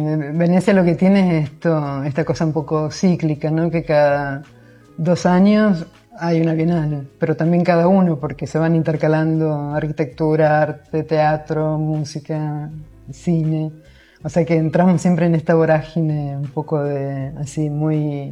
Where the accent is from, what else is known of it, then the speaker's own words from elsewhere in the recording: Rosario, Santa Fe, Argentina; Es muy veneciano, pero yo también soy de Rosario, así que el río Paraná lo tengo muy adentro.